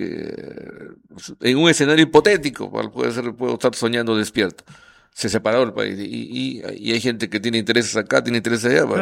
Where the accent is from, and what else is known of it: Peru